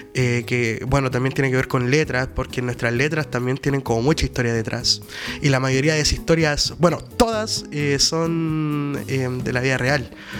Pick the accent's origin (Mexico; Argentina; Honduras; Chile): Chile; San Bernardo, Santiago Metropolitan Region; somos tres hermanos que somos de acá, de la comuna de San Bernardo. Somos de Balmaceo de los Morros, por ahí, que ahora es Padre Hurtado.